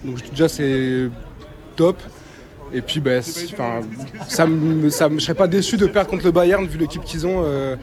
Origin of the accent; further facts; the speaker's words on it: France; Bon, même si on est français, ça fait quand même du mal qu'il soit contre le PSG ce soir.